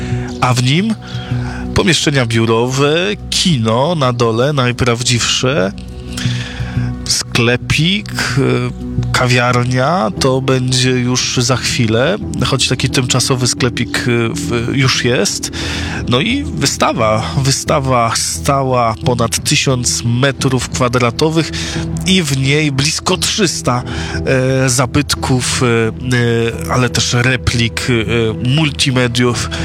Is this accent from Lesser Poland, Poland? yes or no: no; Stryjki, Masovian Voivodeship, Poland; Ja jestem ze Stryjek. Stuosobowa miejscowość w gminie Tłuszcz, czyli 20 kilometrów stąd na wschód.